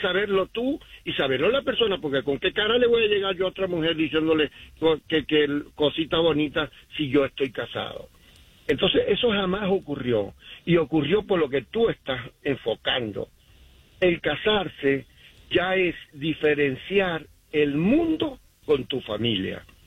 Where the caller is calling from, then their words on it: Utah, United States; Desde Utah, estoy aquí.